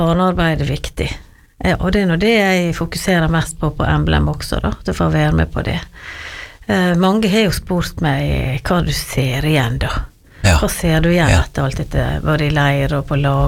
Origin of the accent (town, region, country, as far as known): Giske, Møre og Romsdal, Norway; born or raised there